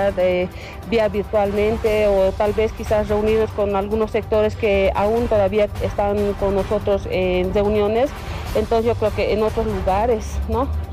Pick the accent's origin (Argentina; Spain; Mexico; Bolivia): Bolivia; now in La Paz, Bolivia; yo soy de aquí a 10 horas de la ciudad de La Paz